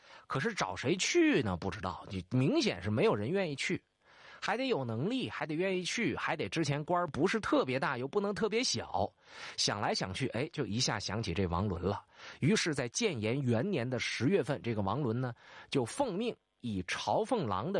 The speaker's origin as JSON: {"language": "Chinese", "town": "Changchun", "region": "Jilin", "country": "China", "tie": "born or raised there", "said": "黄龙府今天离我的家乡长春特别近啊，在吉林农安。"}